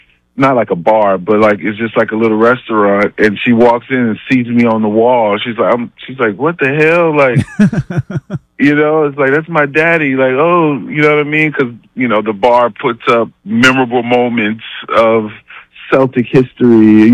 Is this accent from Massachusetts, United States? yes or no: yes; Boston, Massachusetts, United States; I'm a Boston fan. I'm from Boston. I'm from Dorchester.